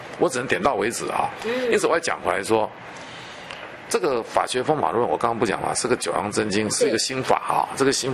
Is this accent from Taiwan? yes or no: yes; Taiwan; 我们台湾人就是一盘散沙